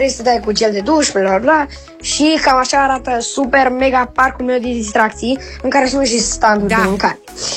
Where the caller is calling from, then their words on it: Bucharest, Romania; din București și am 10 ani